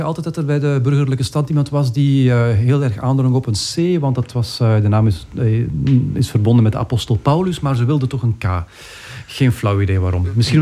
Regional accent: Kruibeke, Flanders, Belgium; now in Antwerp, Belgium; ik ben zelf niet van Antwerpen. Ik ben van Kruibeke, dus ik moet voorzichtig zijn wat ik zeg. Want Antwerpenaren zijn trots op hun stad. En ik woon er al jaren.

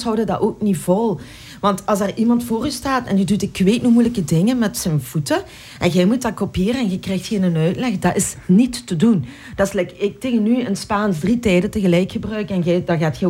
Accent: Lillo, Flanders, Belgium; En ik kwam uit Lillo. Middle of nowhere.

